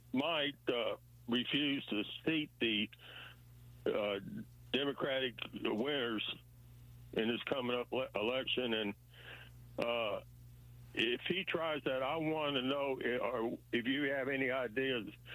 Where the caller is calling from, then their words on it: Deep Grand, Kentucky, United States; I'm calling from Deep Grand, Kentucky, but we got a great governor.